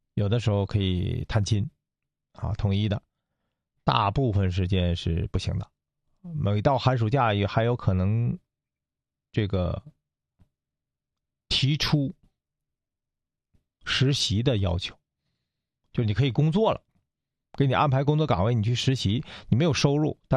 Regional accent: Changchun, Jilin, China; 还是喜欢我们这个长春，适合宜居。

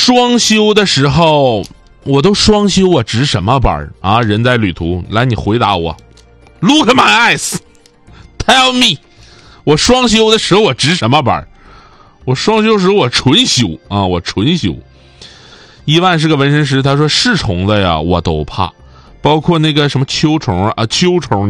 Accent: Northeast China, China; accent: Northeastern dialect; 用我们东北话讲叫滋溜。

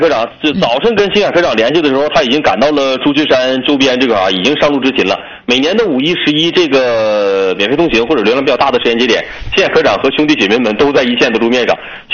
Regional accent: Jilin, China; 我的家乡美丽的大吉林

